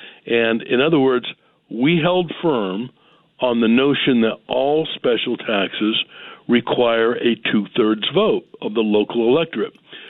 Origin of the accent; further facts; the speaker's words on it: Maine, United States; I grew up in Maine